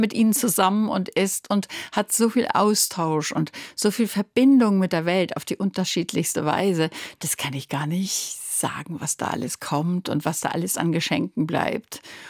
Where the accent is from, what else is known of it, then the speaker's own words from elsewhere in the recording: North Rhine-Westphalia, Germany; Und ich komme ja aus dem Ruhrgebiet, wo Minen auch eine allgegenwärtige Sache waren.